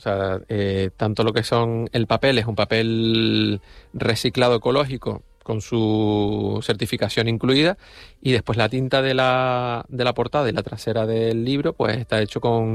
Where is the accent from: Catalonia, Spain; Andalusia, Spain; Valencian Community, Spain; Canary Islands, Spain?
Canary Islands, Spain; Güímar; sobre todo al estar fuera de Güímar y decir, oye, soy de Güímar, y preguntarte a la gente